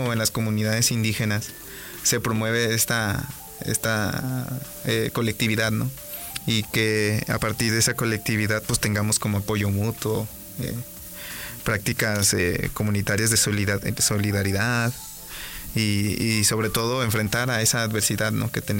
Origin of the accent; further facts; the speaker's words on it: Mexico; la construcción actual de la sociedad que nosotros como mexicanos tenemos